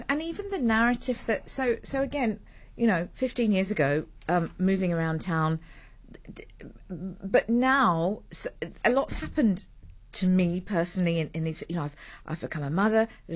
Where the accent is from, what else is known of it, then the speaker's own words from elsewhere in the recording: London, United Kingdom; moved away; I grew up in the UK, I grew up in London. I'm well travelled.